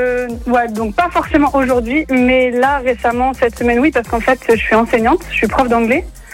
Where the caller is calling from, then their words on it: Hauts-de-France, France; Je suis du Nord. Moi, j'habite M, juste à côté de Lille